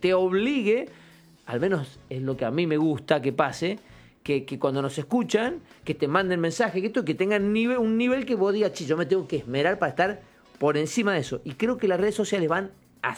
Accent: Argentina; estoy muy orgulloso de ser de donde soy, ¿no? Más argentino que nunca, con todos los líos que tenemos.

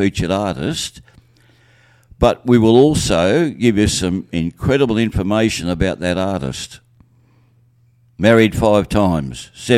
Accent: Sydney, New South Wales, Australia; I grew up in Sydney

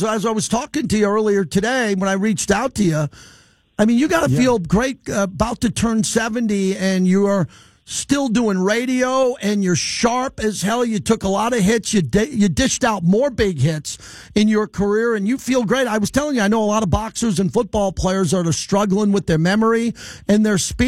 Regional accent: New York, United States; I grew up in Long Island, New York. I've always been a boxing guy.

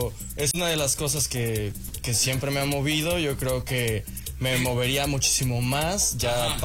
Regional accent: Aguascalientes, Mexico; soy originario de aquí, de Aguascalientes, 100% hidrocálido.

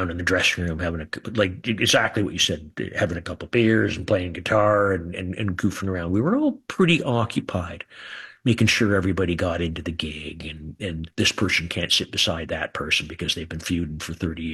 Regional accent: Kingston, Ontario, Canada; We're just guys from Kingston, Ontario.

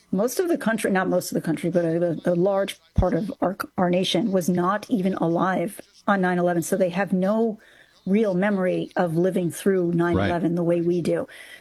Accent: New York, United States; But I am a New Yorker.

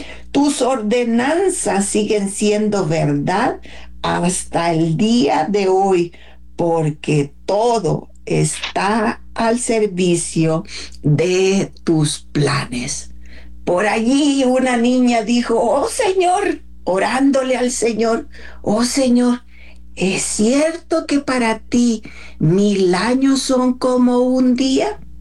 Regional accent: Mexico; Somos mexicanos.

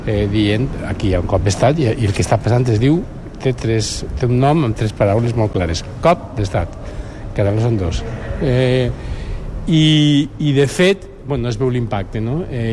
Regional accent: Valencian Community, Spain; Jo no soc de Madrid, però jo tampoc he estat mai un periòdic madrileny

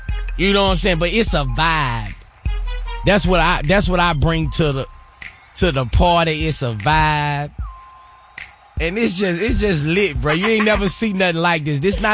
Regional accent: Louisiana, United States; I'm from Louisiana.

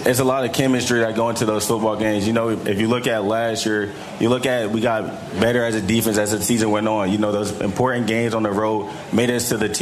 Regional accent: Lakeland, Florida, United States; You know, it was one of those things, you know, growing up in Florida, it was like all my friends was doing it.

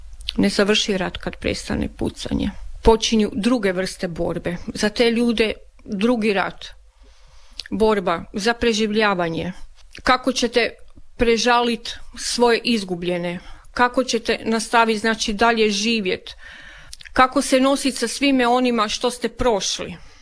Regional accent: Velika Gorica, Zagreb County, Croatia; u mom rodnom gradu Velikoj Gorici.

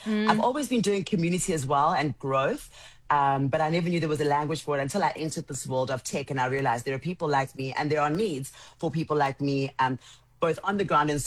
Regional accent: Soweto, Gauteng, South Africa; I grew up in Soweto, which is a giant community in a specific neighborhood, which was a community of its own in a big family that was always expanding.

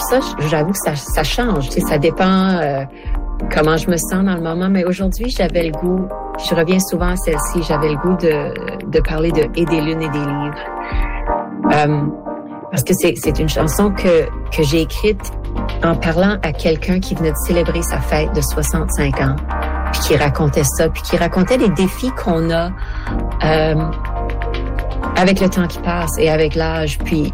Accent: Saskatchewan, Canada; now in north of Montreal, Canada; Je suis originaire de la Saskatchewan, mais bien installée juste au nord de Montréal depuis plusieurs années.

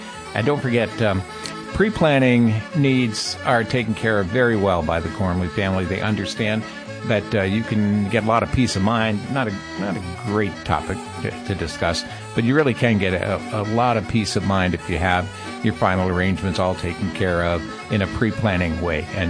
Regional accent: Boston, Massachusetts, United States; from Boston.

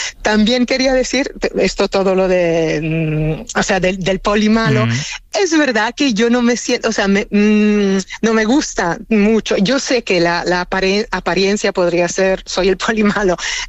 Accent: Italy; Spanish is a second language; Mira, hay algo que me gusta mucho de España, y yo soy italiana

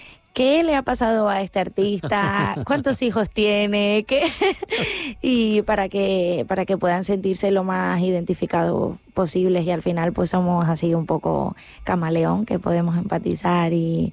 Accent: La Palma, Canary Islands, Spain; Y me decían, pero tú eres de aquí, de La Palma. Y yo digo, no, no, de aquí, que este es mi colegio, este es mi recreo.

